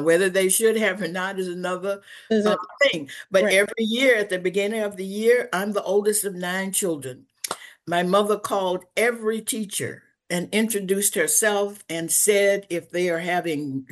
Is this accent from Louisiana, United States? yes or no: yes; Louisiana, United States; moved away; I came from the Deep South, Louisiana, with Black communities that were very homogeneous.